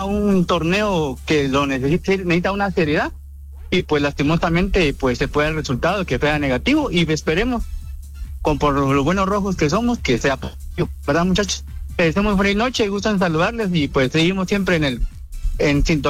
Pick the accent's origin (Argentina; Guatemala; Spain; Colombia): Guatemala